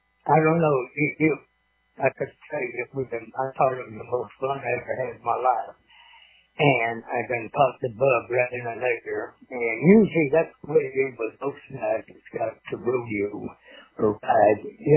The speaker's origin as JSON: {"language": "English", "town": "Owosso", "region": "Michigan", "country": "United States", "tie": "born or raised there", "said": "Farming community, called Owosso. That's 20 miles due west of Flint, Michigan."}